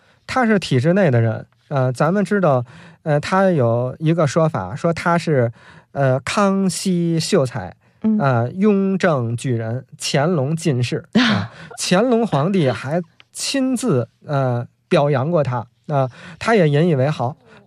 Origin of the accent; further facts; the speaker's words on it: Beijing, China; 咱们北京人叫我就好这口啊